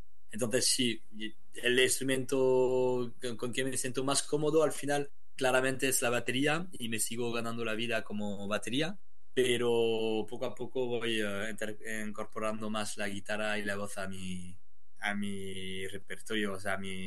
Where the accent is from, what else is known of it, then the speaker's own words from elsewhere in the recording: Basque Country, Spain; yo vengo del País Vasco y mi primera banda con quien he girado mucho ha sido … hemos hecho un rock en euskera, en vasco